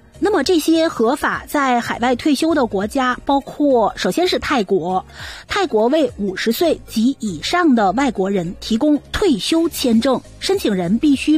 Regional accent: Canada; 我们加拿大人

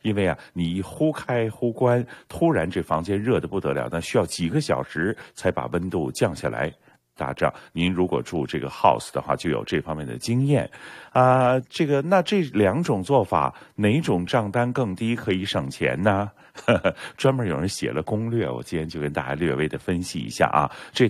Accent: Toronto, Ontario, Canada

